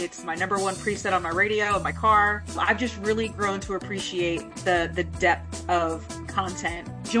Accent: Dover, Delaware, United States; from Dover, Delaware. I have lived in Delaware most of my life

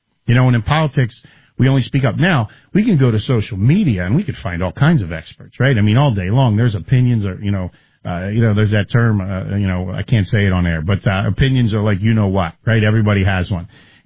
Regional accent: East Coast, United States; No, I'm from the East Coast.

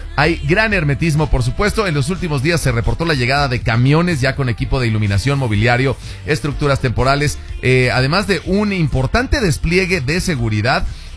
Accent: Mexico; Ya, siendo mexicano es así, pobre...

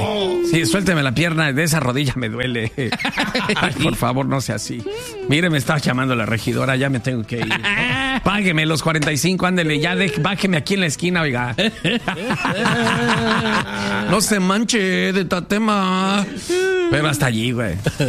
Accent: Mexico; now in United States; Yo además le voy a hablar. Yo soy de México, yo no soy de Estados Unidos.

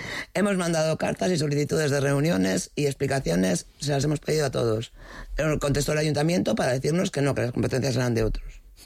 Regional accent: Castile and León, Spain; no celebramos las batallas perdidas, aunque somos castellanos y celebramos Villalar.

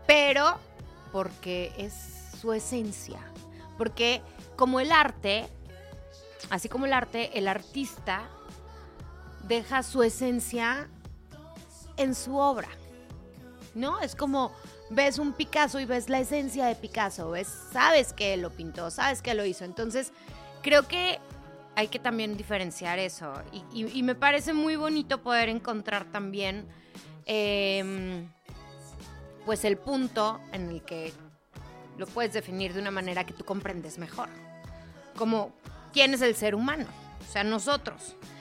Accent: Mexico; Y qué afortunados somos nosotros los mexicanos de poder tener pues esta fe y tan arraigada.

